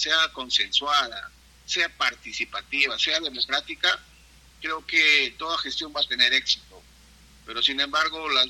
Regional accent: Tocachi, Pichincha, Ecuador; nosotros como tocachinos pensamos siempre querer hacer algo por nuestro pueblo de Tocachi, que nuestro pueblo crezca.

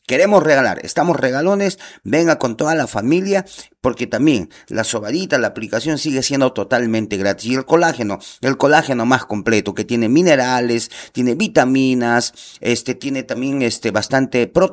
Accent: Andahuaylas, Apurímac, Peru; yo soy de la sierra, yo soy de Andahuaylas

